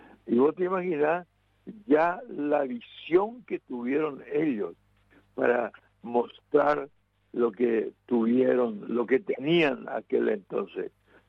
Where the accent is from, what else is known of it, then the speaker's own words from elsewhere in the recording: Paraguay; En julio nosotros ya todos somos paraguayos, ya todos somos, nos sentimos fuertemente convencidos. ¿Quién nos lleva de acá? Nosotros nacimos acá, vamos a morir acá